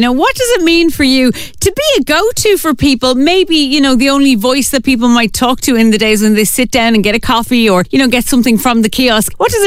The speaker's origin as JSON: {"language": "English", "town": "Bray", "region": "Leinster", "country": "Ireland", "tie": "born or raised there", "said": "I've known you over a number of years growing up in Bray"}